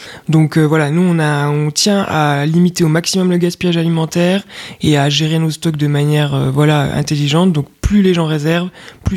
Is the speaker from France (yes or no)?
yes; Besançon, Bourgogne-Franche-Comté, France; nous on est originaire de Franche-Comté, on vient de Besançon, et on est tombé amoureuse de ce coin